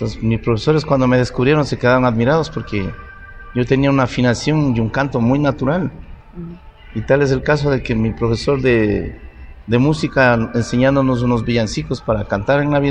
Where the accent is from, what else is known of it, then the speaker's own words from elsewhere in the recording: Pimampiro, Imbabura, Ecuador; Porque como nosotros, somos de Pimampiro, en ese tiempo una parroquia, uh-huh. pero nosotros teníamos actividades en el campo, ¿no?